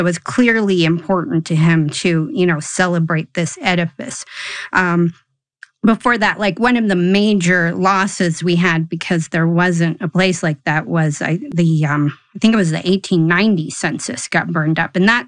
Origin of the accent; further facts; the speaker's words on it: Bozeman, Montana, United States; we're sitting here in my hometown of Bozeman